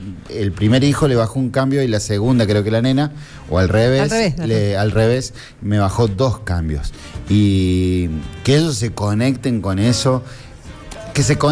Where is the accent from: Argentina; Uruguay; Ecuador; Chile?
Argentina; somos argentinos